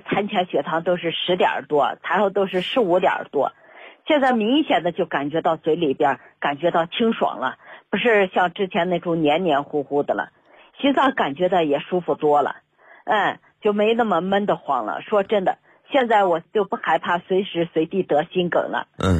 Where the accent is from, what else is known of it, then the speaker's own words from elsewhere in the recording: Baoding, Hebei, China; 我是保定这边的。